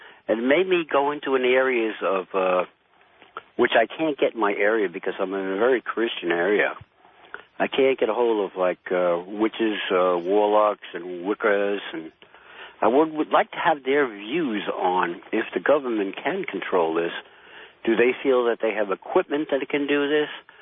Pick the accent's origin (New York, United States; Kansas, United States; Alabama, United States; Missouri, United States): New York, United States; I'd like to say, first of all, good morning, because I'm from New York.